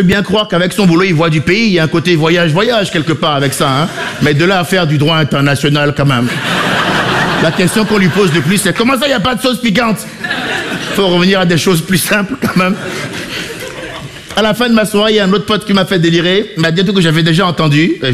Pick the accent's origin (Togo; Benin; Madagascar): Benin; born or raised there